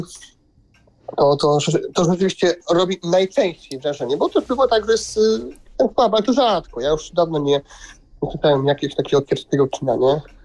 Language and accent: Polish; Silesian Voivodeship, Poland; now in Katowice, Poland; bo ja akurat jestem ze Śląska, więc tych duża aglomeracja